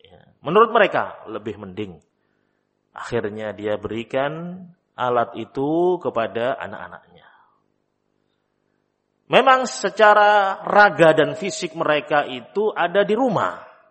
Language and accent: Indonesian; Java, Indonesia